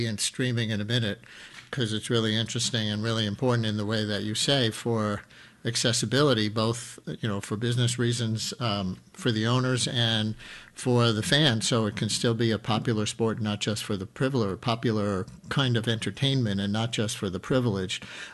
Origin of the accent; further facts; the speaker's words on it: Queens, New York, United States; Hey, I grew up in Queens. I love the Mets.